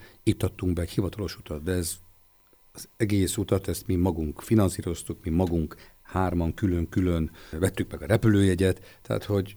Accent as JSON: {"language": "Hungarian", "country": "Libya", "tie": "born or raised there"}